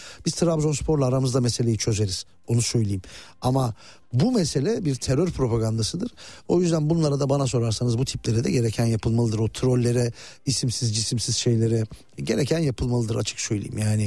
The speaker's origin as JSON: {"language": "Turkish", "area": "Muş", "region": "Muş Province", "country": "Turkey", "tie": "born or raised there", "said": "benim memleketim takımı Muş Spor."}